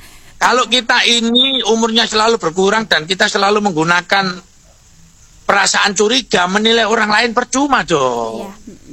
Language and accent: Indonesian; Lamongan, East Java, Indonesia; saya lahir di Lamongan, sekolah di Lamongan, besar di Lamongan.